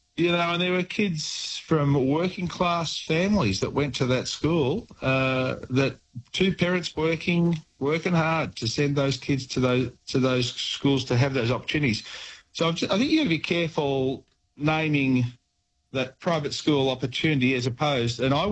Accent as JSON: {"language": "English", "region": "Victoria", "country": "Australia", "tie": "born or raised there", "said": "I grew up in the Mallee, you know, and I've sent my kids to a private school"}